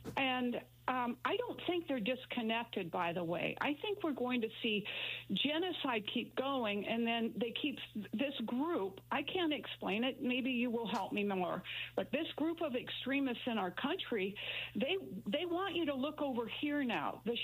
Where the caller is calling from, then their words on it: Iowa, United States; I'm a teenager, and I'm from Iowa, so my worldview is very limited.